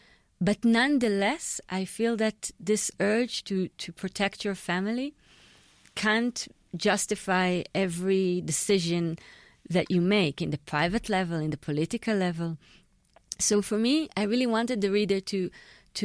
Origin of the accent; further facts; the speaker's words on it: Israel; when I grew up in Israel